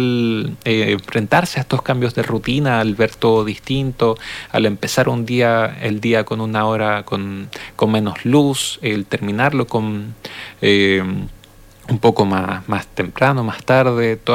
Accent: Chile; nosotros como chilenos, como personas de este país, tenemos también nuestras propias formas de hacer las cosas, nuestras propias costumbres

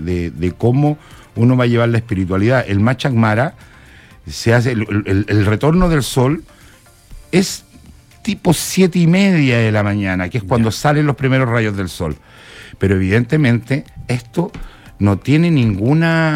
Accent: Tarapacá, Chile; ese afecto que tenemos los guarinos con toda la región

